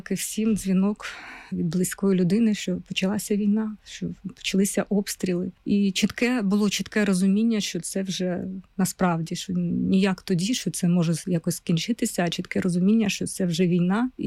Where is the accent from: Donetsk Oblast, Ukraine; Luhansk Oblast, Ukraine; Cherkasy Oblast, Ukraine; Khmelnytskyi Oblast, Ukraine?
Donetsk Oblast, Ukraine; Kurakhove; moved away as an adult; це було моє рідне місто, в якому я народилася.